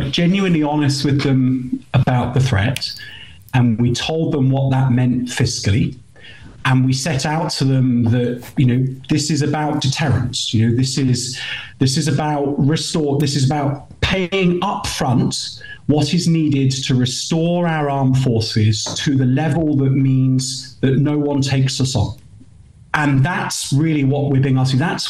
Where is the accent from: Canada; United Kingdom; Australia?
United Kingdom; And as a Brit, that's quite embarrassing.